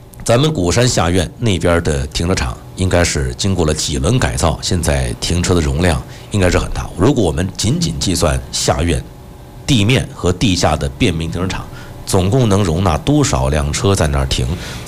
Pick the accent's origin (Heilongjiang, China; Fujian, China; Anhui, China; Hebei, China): Fujian, China; Fuzhou; 咱们作为福州人也是与有荣焉嘛